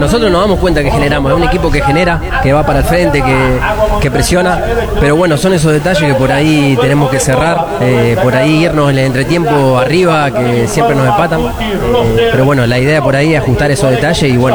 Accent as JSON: {"language": "Spanish", "country": "Argentina", "moved": "as an adult", "lives_now": "Costa Rica"}